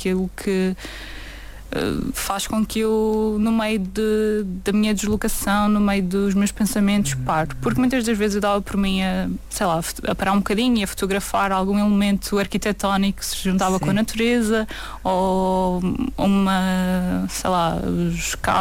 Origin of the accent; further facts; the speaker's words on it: Madeira, Portugal; also born or lived in Lisbon / Barcelos; Sou madeirense. Sim, só o período da faculdade é que andei ali por Lisboa e Barcelos.